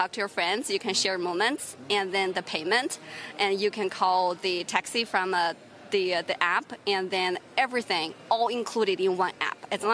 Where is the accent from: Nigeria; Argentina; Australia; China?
China; English is a second language; moved away as an adult; now in United States; my background was 22 years growing up in China and then 16 years in the U.S.